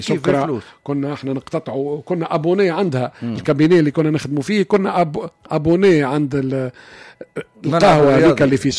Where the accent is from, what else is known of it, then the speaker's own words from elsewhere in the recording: Kairouan, Kairouan Governorate, Tunisia; انا تربيت في القيروان، ثم قداش من بطحه في القيروان طبيعيه.